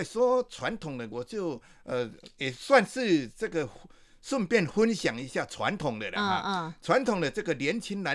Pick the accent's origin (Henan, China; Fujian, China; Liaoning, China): Fujian, China; 在我们闽南传统